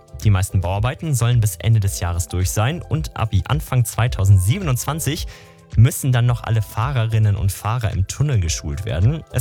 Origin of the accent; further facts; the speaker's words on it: Augsburg, Bavaria, Germany; Wir kommen beide aus Augsburg